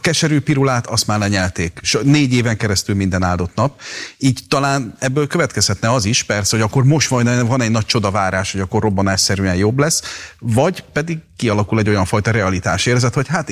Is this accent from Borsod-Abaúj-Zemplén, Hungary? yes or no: no; Szeged, Csongrád-Csanád, Hungary; Szegedi vagyok.